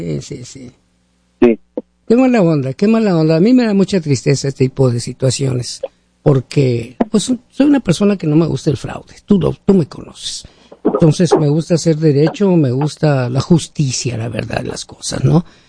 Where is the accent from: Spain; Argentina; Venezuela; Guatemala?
Venezuela; Somos venezolanos, somos, vamos a decirlo, libres y soberanos.